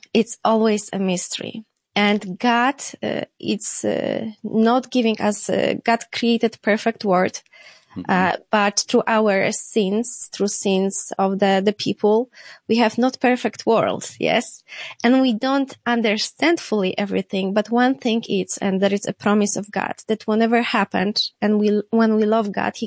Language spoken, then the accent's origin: English; Lesser Poland, Poland; English is a second language; I am from south of Poland. I am like hour from Krakow. So it's John Paul II and St. Faustina.